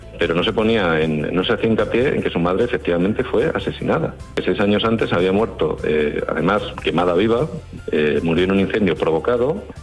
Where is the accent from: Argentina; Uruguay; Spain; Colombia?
Spain; Extremadura; Soy extremeño, como decías, de la Sierra de Gata